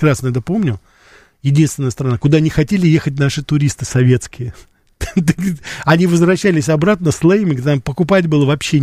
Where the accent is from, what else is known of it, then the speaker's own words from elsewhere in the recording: Russia; когда я из России, потому что я родился и вырос все-таки здесь, я ездил к родственникам в Грузию и в Армению.